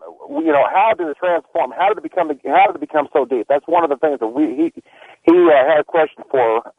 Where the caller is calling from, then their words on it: Dallas, Texas, United States; I'm calling from Dallas, Texas